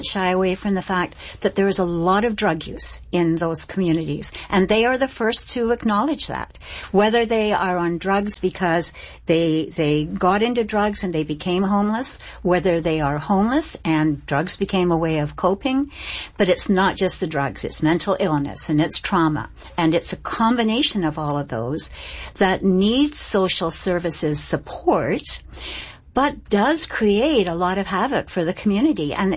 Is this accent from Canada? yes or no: yes; Canada; as a Canadian, I find it an embarrassment.